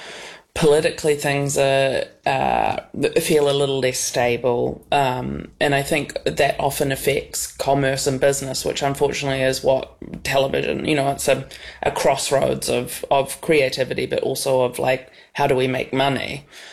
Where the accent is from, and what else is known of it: New Zealand